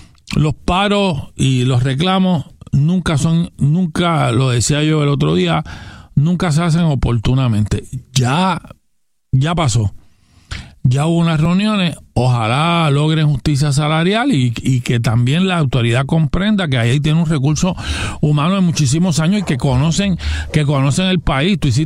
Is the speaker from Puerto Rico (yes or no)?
yes; Gurabo, Puerto Rico; yo soy de Gurabo, y ajá, gran parte del lago Carraízo está en Gurabo